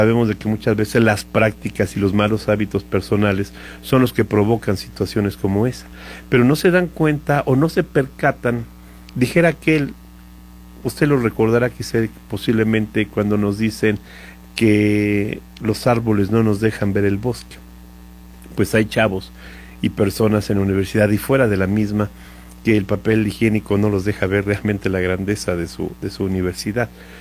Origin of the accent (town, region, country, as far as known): Hidalgo, Mexico